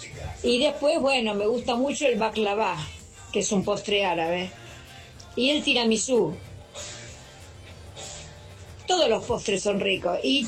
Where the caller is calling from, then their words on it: Caseros, Buenos Aires Province, Argentina; de Caseros. Yo cuando era chiquita, mi bisabuelo árabe